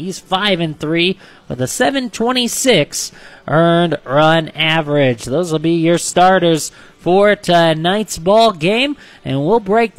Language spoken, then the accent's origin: English; Great Falls, Montana, United States; from Great Falls, Montana